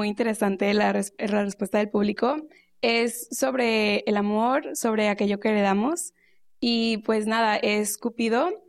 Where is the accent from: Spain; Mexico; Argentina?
Mexico; yo como mexicana, ¿qué aporto con mi, claro, con mi lenguaje, con mi conocimiento, con sí, mis símbolos, con mis rituales, etcétera?